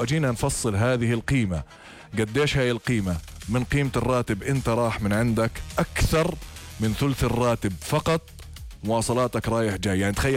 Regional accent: Jordan; اليوم أصبح عندنا لتر الديزل في الأردن 90 قرش

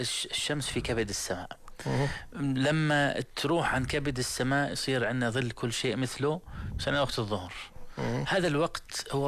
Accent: Jordan; إحنا الحاج الأردني

